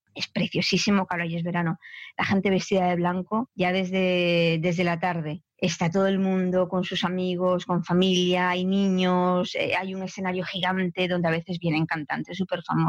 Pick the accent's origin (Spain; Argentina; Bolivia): Spain; siendo española